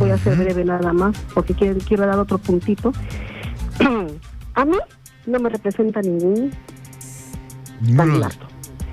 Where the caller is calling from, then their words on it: Villa El Salvador, Lima, Peru; de Villa Salvador